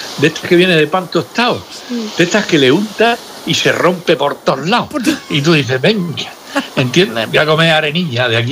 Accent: Region of Murcia, Spain; somos los murcianos valientes saliendo ahí a la lluvia?

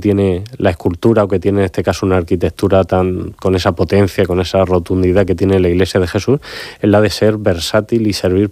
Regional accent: Region of Murcia, Spain; Y nuestra obligación como murcianos, pero también, lógicamente, que en la dirección del Museo Salzillo, es que esa imagen se conozca

